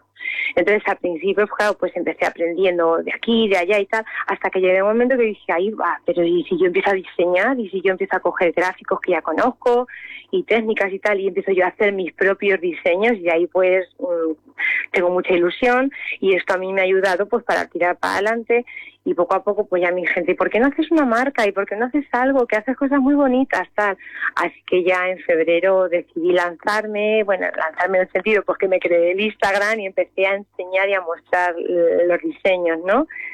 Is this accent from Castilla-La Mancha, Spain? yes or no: yes; Castilla-La Mancha, Spain; soy manchega, a mucha honra, por supuesto, con mucho orgullo, pero siempre me ha tirado mucho el tema andaluz, me encanta Andalucía, y siempre digo de broma que seré manchega, pero mi madre siempre me dice que se nota que soy fabricada en Andalucía